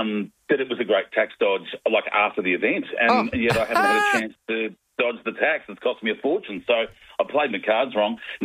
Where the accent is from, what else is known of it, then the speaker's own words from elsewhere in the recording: Melbourne, Victoria, Australia; Oh, just so you know, I'm from Melbourne and I've never heard of Dederang.